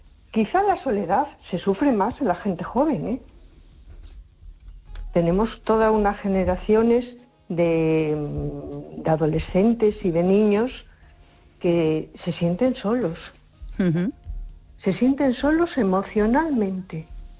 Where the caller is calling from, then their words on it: A Coruña, Galicia, Spain; de Coruña.